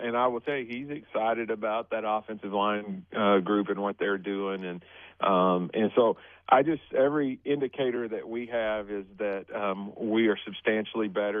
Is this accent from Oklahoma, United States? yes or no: yes; Oklahoma, United States; I have a degree from there. I'm from Oklahoma, so that's a program that I follow some.